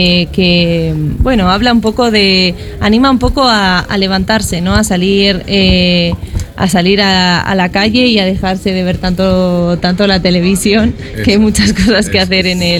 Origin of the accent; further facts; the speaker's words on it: Burgos, Castile and León, Spain; moved away as an adult; also born or lived in Buenos Aires; todas esas cosas que yo recuerdo de mi infancia aquí en Burgos.